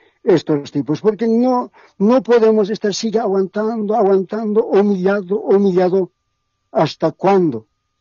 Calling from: Cochabamba, Bolivia; Yo estoy llamando de Cochabamba.

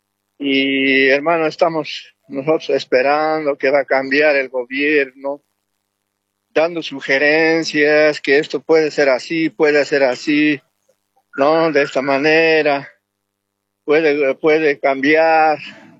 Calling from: Cochabamba, Bolivia; Aquí, llamando de Cochabamba

